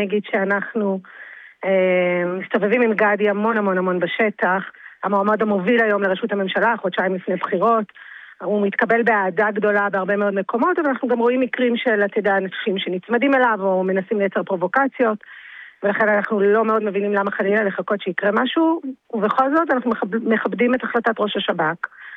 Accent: Ramla, Central District, Israel; אני אישה מזרחית, גדלתי ברמלה, על ערכי המסורת.

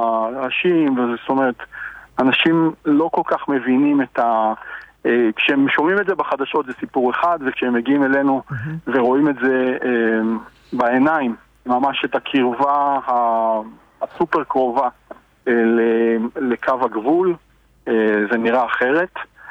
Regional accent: Jezreel Valley, Northern District, Israel; אני לא תושב משגב עם, אני מגיע מעמק ישראל

